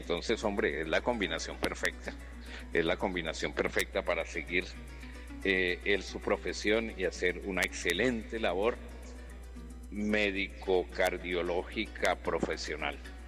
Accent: Llanos Orientales, Colombia; mi tierra llanera, de mi tierra colombiana

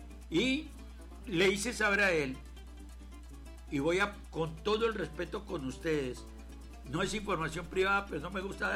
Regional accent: Los Llanos, Colombia; yo no necesito ir a un evento de esos para que crean que soy llanero

